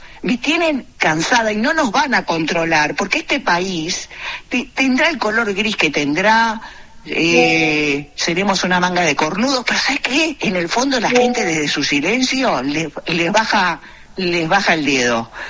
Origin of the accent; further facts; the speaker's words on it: Uruguay; Yo no solamente hablo por mi pueblo, por la colectividad judía de Uruguay.